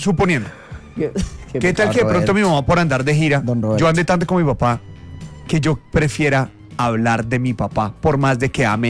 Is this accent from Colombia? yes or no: yes; Colombia